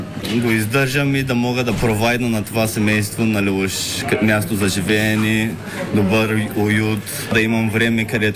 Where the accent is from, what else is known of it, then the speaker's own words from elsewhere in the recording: Sliven, Sliven Province, Bulgaria; България е живот за мене. България е щастието, което ми е помогнало да стигна това, което съм. Сливен е моя роден град.